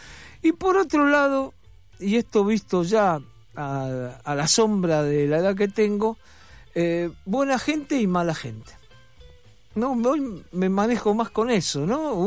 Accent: Argentina; born there; Yo, por ejemplo, soy argentino, nací acá. Soy muy argentino, hinché por Argentina, todo, pero de mí para arriba, toda mi familia, inclusive mi hermana, son españoles.

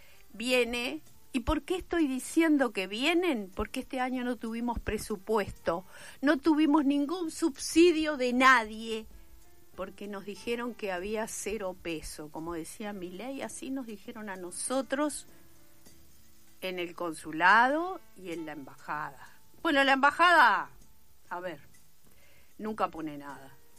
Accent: Uruguay; somos uruguayos

